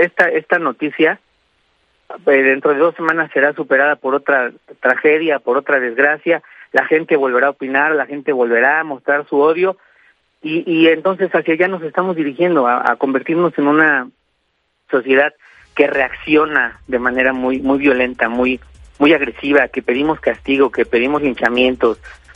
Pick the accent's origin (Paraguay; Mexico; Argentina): Mexico; Si nosotros analizamos este caso, realmente está reflejando lo que hacia dónde nos dirigimos nosotros como sociedad mexicana.